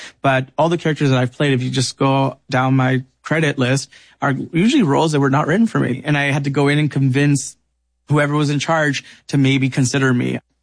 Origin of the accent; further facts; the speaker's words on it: San Gabriel Valley, California, United States; My parents are from Michoacán. My dad was from Saguayo. I was born in Los Angeles. I grew up in SGV in San Gabriel Valley.